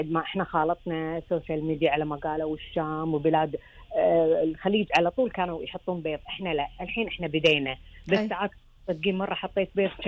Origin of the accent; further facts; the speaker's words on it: Kuwait; مو أنا عشان ديرتي، الناس قاعد يقولون هالكلام. مكبوس الكويتي صح أصلا